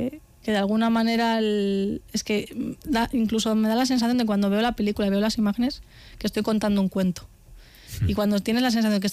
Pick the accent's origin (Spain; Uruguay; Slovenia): Spain; yo soy de Carrión también